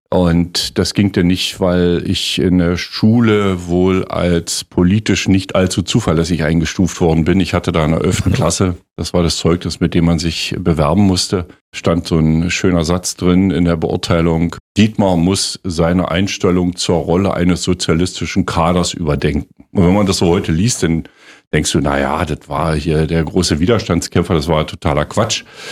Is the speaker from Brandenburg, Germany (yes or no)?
yes; Naundorf, Brandenburg, Germany; Nauendorf ist ein relativ überschaubar großes Dorf heute noch, Nauendorf bei Forst, das ist mein Heimatdorf.